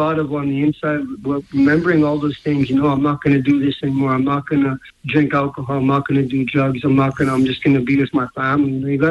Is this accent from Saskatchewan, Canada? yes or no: yes; Saskatoon, Saskatchewan, Canada; I was just told that Saskatoon, because I'm from Saskatoon, that Saskatoon does not have a drug treatment court